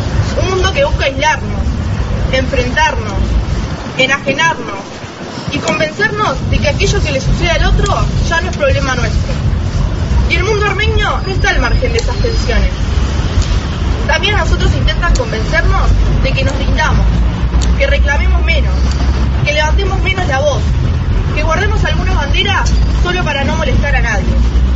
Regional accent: Uruguay; nosotros vamos a decir con más fuerza todavía que somos armenios, que somos uruguayos y que amamos la libertad de nuestros pueblos.

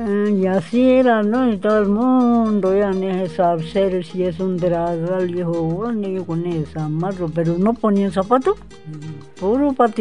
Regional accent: Tapiche, Loreto, Peru; yo soy de Tapiche.

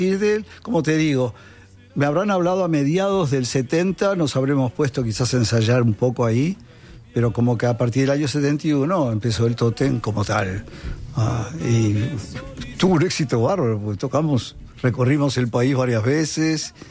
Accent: Montevideo, Uruguay; yo soy de la Ciudad Vieja, yo soy de este barrio.

